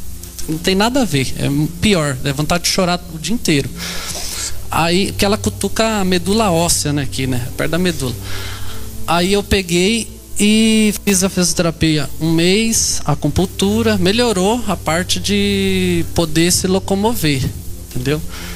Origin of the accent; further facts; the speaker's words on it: Apucarana, Paraná, Brazil; Eu sou lá de Apucarana.